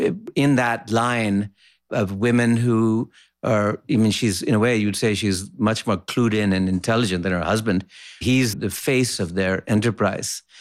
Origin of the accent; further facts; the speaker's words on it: Lahore, Punjab, Pakistan; I was brought up in Lahore, and we had these, wonderful old, they're called servants, I guess.